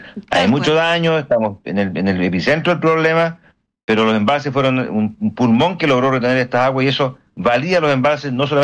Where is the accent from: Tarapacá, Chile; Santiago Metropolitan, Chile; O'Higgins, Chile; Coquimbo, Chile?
Coquimbo, Chile; Ovalle; now in Biobío, Chile; yo soy originario de allá, yo nací justamente en Ovalle, así que tengo familiares incluso que son agricultores allá